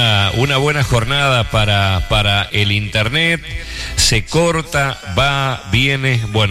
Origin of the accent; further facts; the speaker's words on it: Villa Huidobro, Córdoba, Argentina; nos vamos a Cañada Verde, a Villa Huidobro, a mi pueblo natal, nuestra tierra